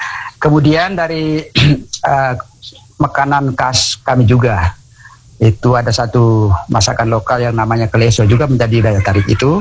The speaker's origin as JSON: {"language": "Indonesian", "region": "East Nusa Tenggara", "country": "Indonesia", "tie": "born there", "also_born_or_lived": "Maumere", "moved": "as an adult", "said": "saya sudah bermimpi bahwa saya bisa pulang kampung untuk bangun salah satu usaha di desa."}